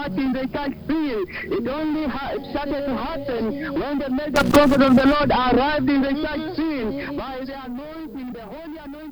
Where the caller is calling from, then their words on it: Kakamega, Kakamega County, Kenya; You're speaking to … I'm coming live from Kakamega here.